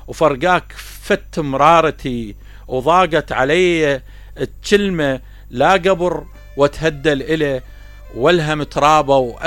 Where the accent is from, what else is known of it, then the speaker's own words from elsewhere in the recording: Iraq; إحنا كعراقيين وفقط كشرقيين